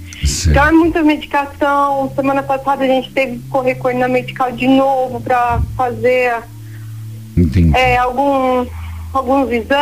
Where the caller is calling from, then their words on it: Limeira, São Paulo, Brazil; Padre, eu sou aqui de Limeira.